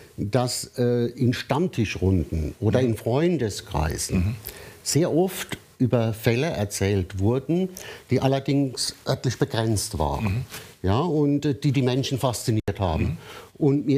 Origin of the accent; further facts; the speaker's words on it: Rhineland-Palatinate, Germany; Ich bleibe in der Heimat.